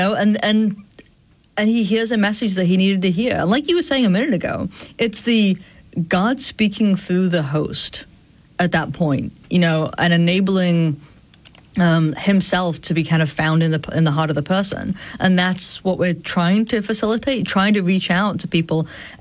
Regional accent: Sheffield, Yorkshire and the Humber, United Kingdom; now in North Carolina, United States; Sheffield in Northern England.

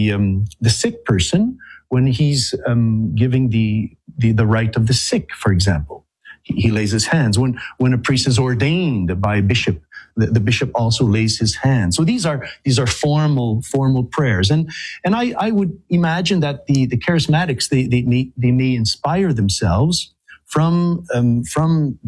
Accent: Canada; I'm French Canadian.

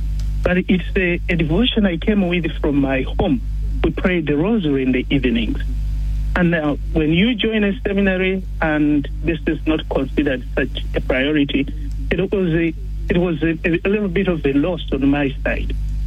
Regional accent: Uganda; moved away; I come from Africa. I come from Uganda.

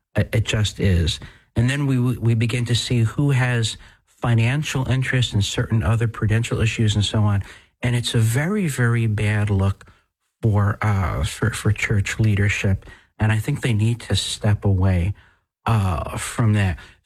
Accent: New Jersey, United States; accent: New Jersey; my New Jersey almost came out.

